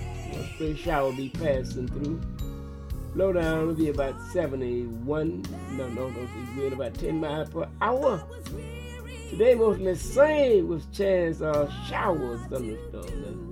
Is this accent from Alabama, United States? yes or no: yes; Russell County, Alabama, United States; I was born and raised in Russell County, Alabama.